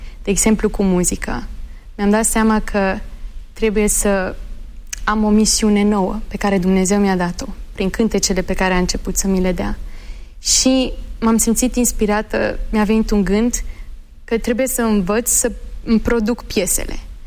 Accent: Belgium; ne-am născut și am crescut în Belgia, ei întotdeauna au spus, ok, în casă vorbim în limba română. Afară vorbiți ce vreți, engleză, franceză, flamandă, orice, dar în casă vorbim în limba română.

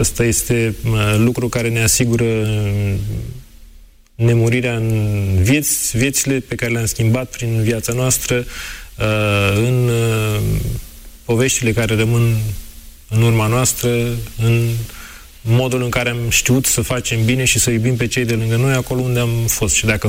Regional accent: Romania; noi ca români

